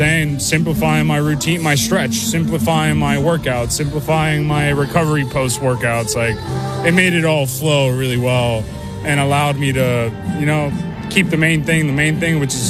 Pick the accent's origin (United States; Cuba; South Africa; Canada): Cuba; We're very poor, and we come from Cuba, and we don't have much here.